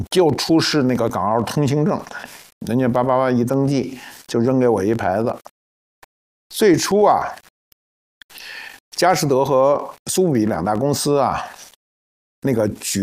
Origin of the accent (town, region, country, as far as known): China